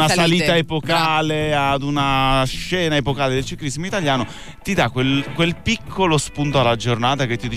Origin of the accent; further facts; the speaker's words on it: Abruzzo, Italy